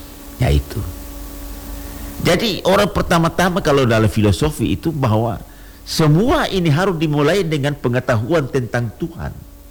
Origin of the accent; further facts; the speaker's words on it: Ternate, North Maluku, Indonesia; saya juga sebagai orang Ternate